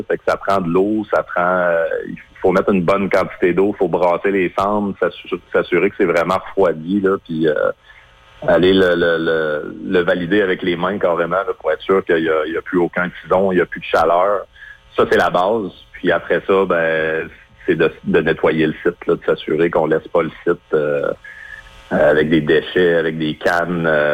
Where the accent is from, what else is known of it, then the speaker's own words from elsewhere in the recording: Sept-Îles, Quebec, Canada; chez nous à Sept-Îles